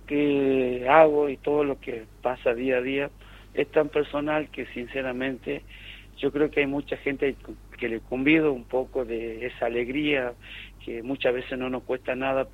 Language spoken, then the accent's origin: Spanish; Argentina; mis colores argentinos, por mi nación